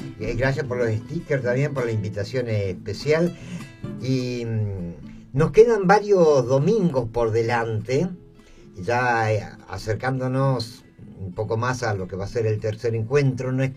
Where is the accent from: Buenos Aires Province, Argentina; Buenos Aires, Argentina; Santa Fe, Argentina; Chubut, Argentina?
Chubut, Argentina; Esquel; now in El Bolsón, Argentina; hace 50 años que vivo en este lugar. Sin pretender de quedar bien, la verdad, la comarca andina, el Bolsón, la comarca andina. Y es mi lugar en el mundo, yo soy de Esquel.